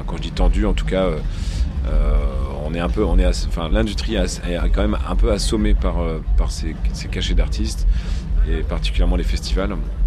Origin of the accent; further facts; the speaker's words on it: eastern France, France; Je viens de l'Est de la France, donc je crois que la proximité de l'Allemagne fait qu'on est très rigoureux.